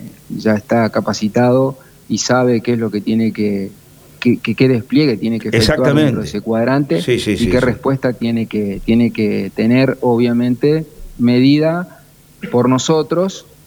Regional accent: Argentina; somos todos argentinos

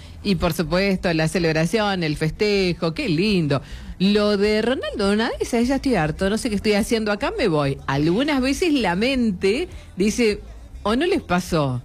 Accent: Argentina

